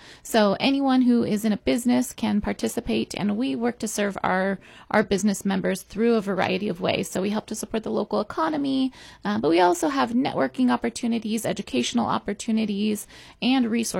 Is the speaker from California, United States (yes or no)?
yes; Penn Valley, California, United States; I grew up in Penn Valley, and Penn Valley had a youth chamber of commerce.